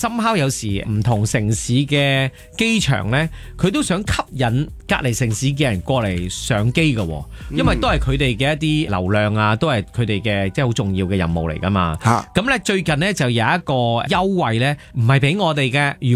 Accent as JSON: {"language": "Cantonese", "country": "Hong Kong", "said": "我哋香港人"}